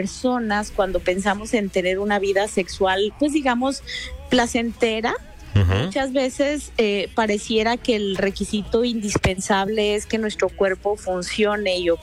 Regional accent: Mexico; nosotros, por ejemplo, nacimos en México

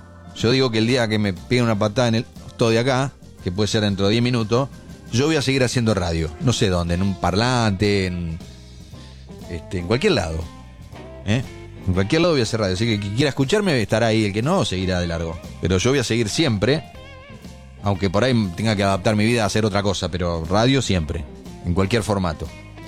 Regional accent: Argentina; Cometemos, somos argentinos, además

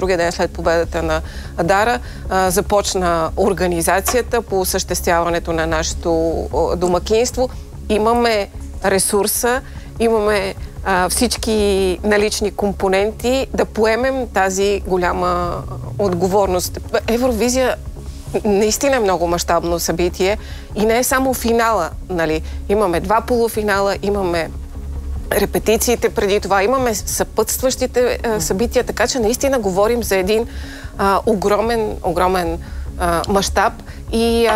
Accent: Kyustendil, Kyustendil Province, Bulgaria; моя роден град също би се справил блестящо, макар да не е кандидат. Аз съм от Кюстендил. Прекрасен град е Кюстендил.

